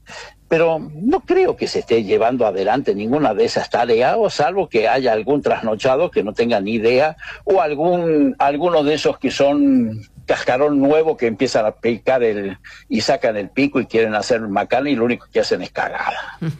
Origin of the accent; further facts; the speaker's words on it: Argentina; Claro que soy argentino.